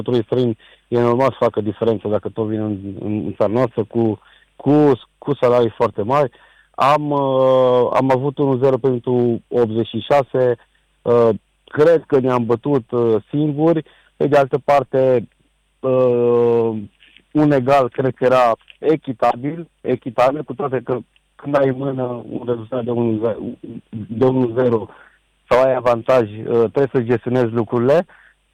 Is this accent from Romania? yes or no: yes; Sibiu, Sibiu County, Romania; Șelimbărul este parte din Sibiu, este legat. Noi suntem toți sibieni, toți care suntem acolo, am crescut în Sibiu.